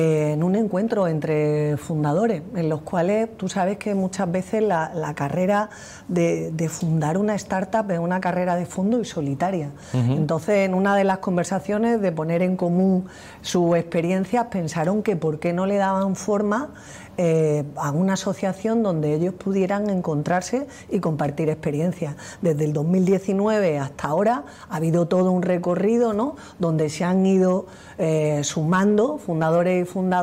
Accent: Málaga, Andalusia, Spain; born there; also born or lived in Jaén; now in Madrid, Spain; estoy hibridada, podemos decir. Yo siempre digo que nací en Málaga, mi padre era de Jaén, mi madre de Granada, así que andaluza y andaluza oriental

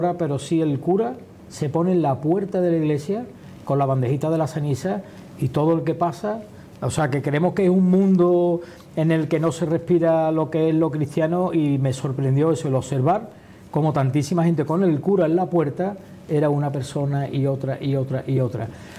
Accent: Seville, Andalusia, Spain; Yo personalmente, como sevillano

